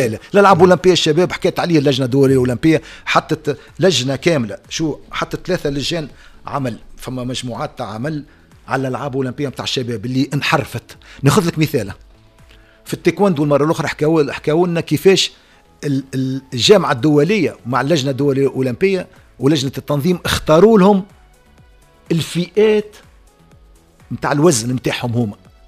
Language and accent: Arabic; Tunisia; على خاطر ما عادش عندنا في تونس رجال موجودين في الجامعات الدوليه